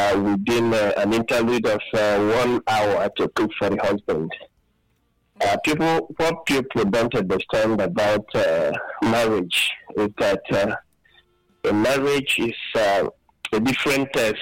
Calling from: Akeze, Ebonyi, Nigeria; I'm calling you from Akeze, Ebonyi State.

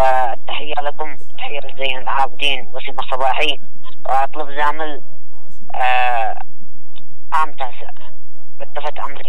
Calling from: Yemen

